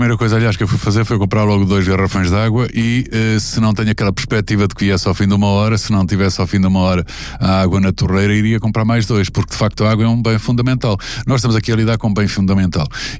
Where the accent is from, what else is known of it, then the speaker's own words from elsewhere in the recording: Odivelas, Lisbon, Portugal; Mais de Odivelas, que eu sou de Odivelas, e liguei logo para lá